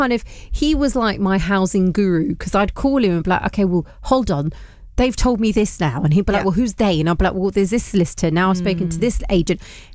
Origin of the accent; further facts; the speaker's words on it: London, United Kingdom; But there is something about being a Londoner